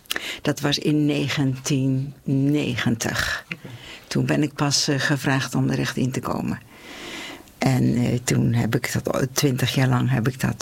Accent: Gouda, South Holland, Netherlands; Geboren en getogen in Gouda.

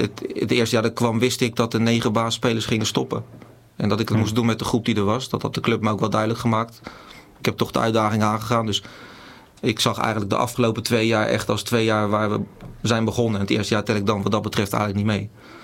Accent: Delft, South Holland, Netherlands; ik kom natuurlijk oorspronkelijk uit de regio Haaglanden. Jaren bij Zoetermeer gewerkt. Wipolder. Ik ben zelf geboren en getogen in Delft.

